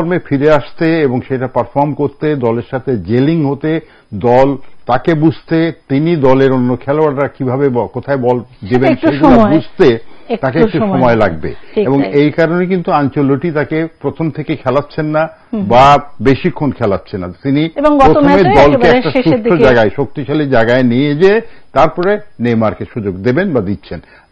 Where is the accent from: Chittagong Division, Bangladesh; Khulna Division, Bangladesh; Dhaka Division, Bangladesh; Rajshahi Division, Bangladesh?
Khulna Division, Bangladesh; Kushtia; আমার বাড়ি কুষ্টে